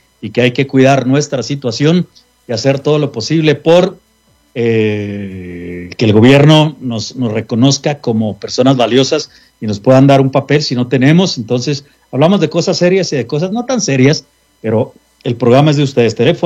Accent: Chihuahua, Mexico; para los que somos de Chihuahua

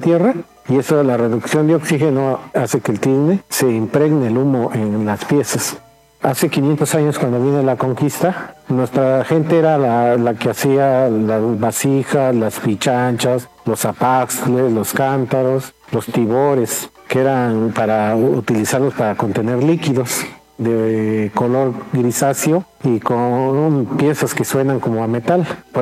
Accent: San Bartolo Coyotepec, Oaxaca, Mexico; yo soy de aquí de San Bartolo Coyotepet, Centro Oaxaca. Trabajamos el barro negro en esta comunidad.

